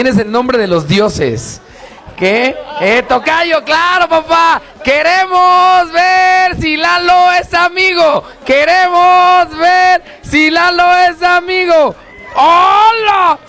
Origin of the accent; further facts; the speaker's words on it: Mexico; somos mexicanos y la picardía forma parte de México.